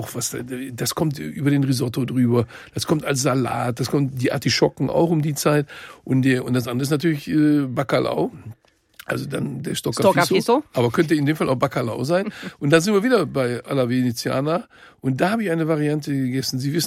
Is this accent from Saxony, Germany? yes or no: no; North Rhine-Westphalia, Germany; Bei uns im Ruhrgebiet, früher ist das, da kriegt er lange Zähne.